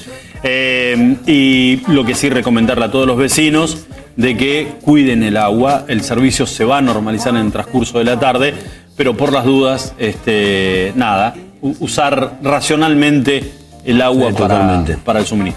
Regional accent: Puerto San Julián, Santa Cruz, Argentina; born there; Mira vos, mi pueblo. Yo nací en San Julián.

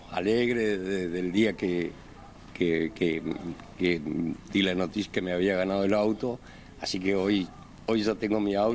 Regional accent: Río Grande, Tierra del Fuego, Argentina; born there; now in El Calafate, Argentina; Yo soy nacido en Tierra del Fuego, en Río Grande, pero vivo hace 25 años en el Calafate.

